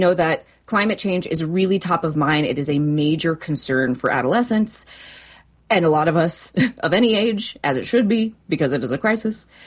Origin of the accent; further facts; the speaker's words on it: Marshfield, United States; also born or lived in Chicago / New York; now in Los Angeles, United States; So I'm from Marshfield, and then I was in Chicago and then New York, and then I was in LA. And I moved